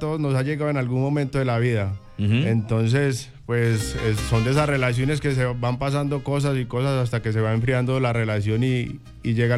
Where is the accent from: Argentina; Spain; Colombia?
Colombia; Medellín, Antioquia; Venimos de la ciudad de Medellín, trabajando fuertemente y abriéndonos paso, pasito a pasito en la música popular.